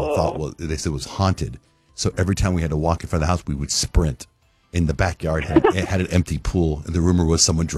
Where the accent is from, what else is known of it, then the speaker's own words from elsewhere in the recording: Tucson, Arizona, United States; Mary, when I was a kid and I grew up in Tucson, we lived in the hood